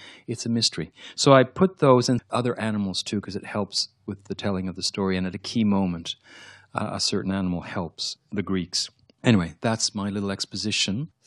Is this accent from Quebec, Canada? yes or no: yes; Quebec, Canada; I come from Canada, I come from Quebec, which is now, it used to be a very conservative Roman Catholic province. It left that all behind, unshackled itself, and leapt into the future. It became the most secular, anti-religious